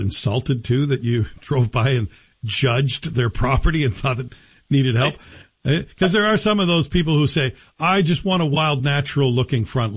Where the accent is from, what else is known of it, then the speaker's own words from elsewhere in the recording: Scotland, United Kingdom; born there; moved away; I'm from Old Scotia, born in Scotland.